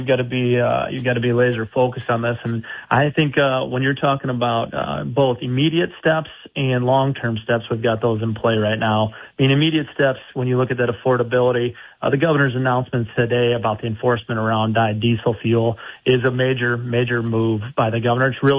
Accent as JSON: {"language": "English", "town": "Arlington", "country": "United States", "tie": "born or raised there", "said": "You know, I grew up in Arlington in a real blue-collar family."}